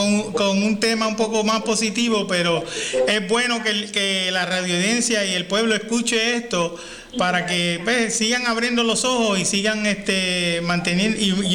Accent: Puerto Rico; A mí como puertorriqueño

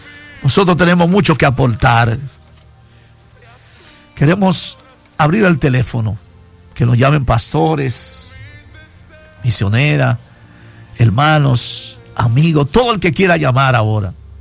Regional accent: Dominican Republic; Yo siento un peso grande por mi país. ¿Cuánto aman esta República Dominicana?

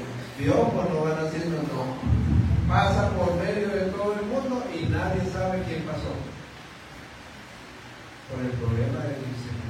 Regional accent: Colombia; moved away; En mi país, Colombia

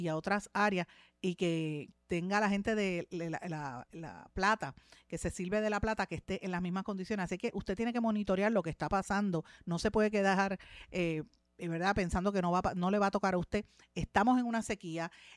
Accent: Guaynabo, Puerto Rico; Nosotros vivimos en Guaynabo y realmente yo soy de Guaynabo, en esta zona todavía no se ha implementado

